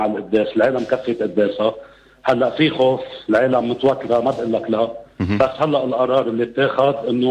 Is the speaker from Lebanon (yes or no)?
yes; Sarba, Lebanon; نحن ضيعه مسالمه، نحن بنحب ضيعتنا، متمسكين بارضنا